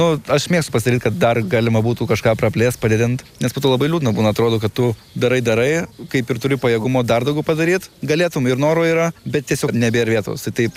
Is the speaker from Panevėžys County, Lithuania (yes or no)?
no; Kaunas, Kaunas County, Lithuania; moved away; Gan nuo mažų dienų aš čia augdavau kaime. Aš šiaip esu iš Kauno, mokiausi Kaune